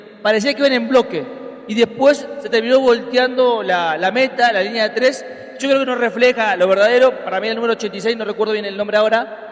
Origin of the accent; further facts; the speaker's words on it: Buenos Aires Province, Argentina; De Buenos Aires, provincia, o sea, departamento.